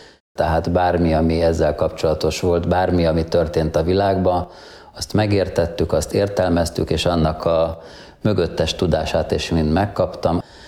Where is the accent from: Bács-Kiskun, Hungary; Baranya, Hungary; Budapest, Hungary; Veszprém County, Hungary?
Budapest, Hungary; born there; Budapesten születtem. Családom katolikus.